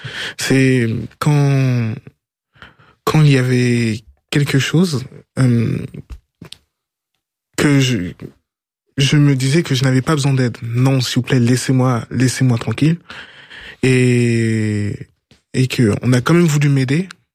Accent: Garges-lès-Gonesse, Île-de-France, France; also born or lived in French Guiana / Sarcelles; À Garges, je suis arrivé à 3 ans. Puis après j'ai vécu un petit peu à Sarcelles pour retourner encore à Garges.

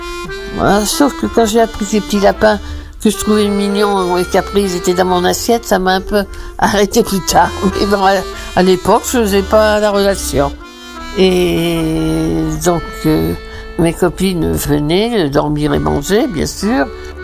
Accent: Néris-les-Bains, Auvergne-Rhône-Alpes, France; also born or lived in Nice; je suis née à Néry-les-Bains. Donc j'ai vécu longtemps à Néry, du fait que mes parents avaient un hôtel qui s'appelait l'Hôtel du Moulin, en face de l'établissement thermal. Née dans cet hôtel

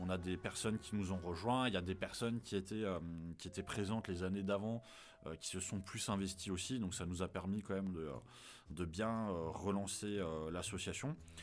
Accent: Grand Est, France; je suis alsacien

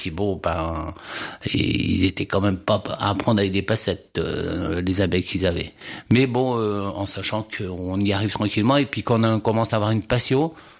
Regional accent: Chartres, Centre-Val de Loire, France; Oui, je suis originaire de Chartres.

